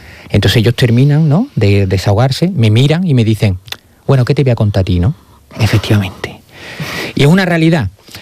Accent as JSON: {"language": "Spanish", "town": "Huelva", "region": "Andalusia", "country": "Spain", "said": "yo partí, yo salí de Huelva siendo pedraza"}